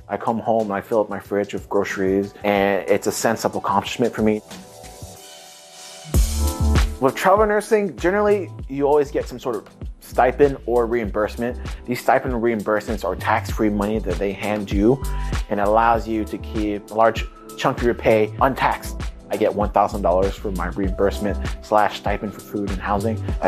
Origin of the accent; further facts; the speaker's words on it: Fresno, California, United States; I grew up in Fresno, California, the Central Valley. My parents arrived in the late 1980s. We're immigrants from Vietnam.